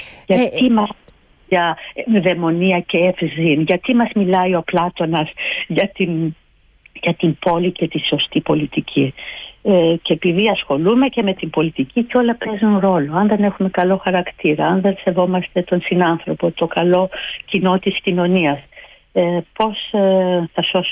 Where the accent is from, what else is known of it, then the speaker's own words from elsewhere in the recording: Greece; εδώ στο εξωτερικό και έτσι και για μένα σαν Ελληνίδα